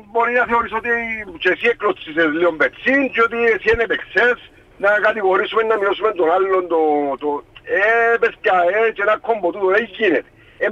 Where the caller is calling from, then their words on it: Cyprus; είμαι που τον Άγιο Ελευθέριο